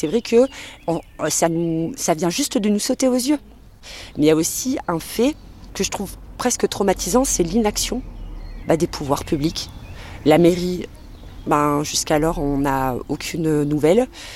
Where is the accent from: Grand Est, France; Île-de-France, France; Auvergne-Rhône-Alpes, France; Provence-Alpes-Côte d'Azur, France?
Auvergne-Rhône-Alpes, France; Espaly-Saint-Marcel; now in Le Puy-en-Velay, France; J'ai grandi à Espaly-Saint-Marcel. J'habite maintenant le Puy.